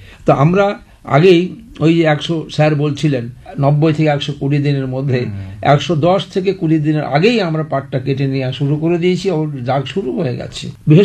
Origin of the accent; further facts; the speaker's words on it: Karimpur, West Bengal, India; আমি নদিয়ার করিমপুর থেকে আসছি।